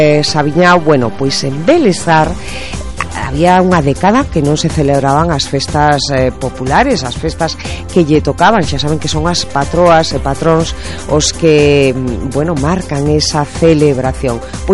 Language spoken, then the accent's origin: Galician; Galicia, Spain; as festas populares que forman parte do noso ADN como galegos e galegas